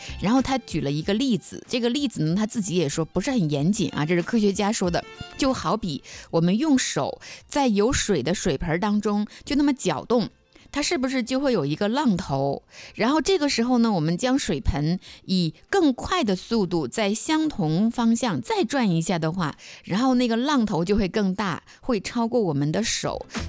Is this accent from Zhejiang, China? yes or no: no; Dalian, Liaoning, China; 他知道我是大连人